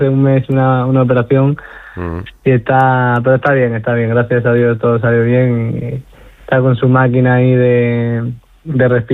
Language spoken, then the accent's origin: Spanish; Don Benito, Extremadura, Spain; Estaba yo bañándome en la Plaza de España de mi pueblo.